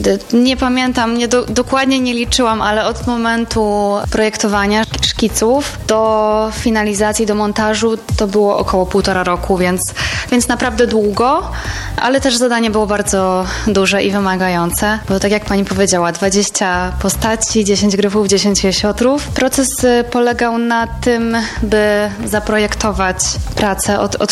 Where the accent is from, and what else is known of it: Szczecinek, West Pomeranian Voivodeship, Poland; born there; now in Warsaw, Poland